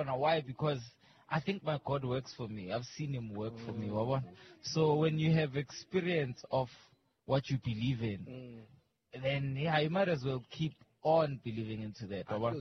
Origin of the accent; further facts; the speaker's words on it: Mpumalanga, South Africa; Dr. Tuda is from my hometown in Mpumalanga.